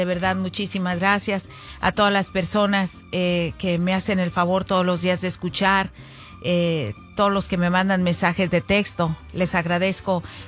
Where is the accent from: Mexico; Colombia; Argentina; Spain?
Mexico; Zacualco de Torres, Jalisco; Saludos, con el permiso de todos ustedes, de toda mi audiencia, para mis paisanos, a todos los de Zacualco de Torres, Jalisco.